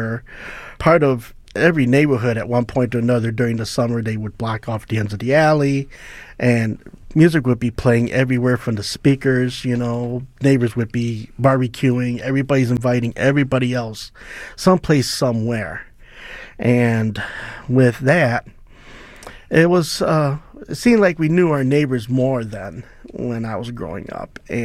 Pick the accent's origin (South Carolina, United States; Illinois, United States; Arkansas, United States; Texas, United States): Illinois, United States; Chicago; Growing up in Chicago in the 1960s, I grew up on Bissell Street, and my parents had a tavern on Willow and Dayton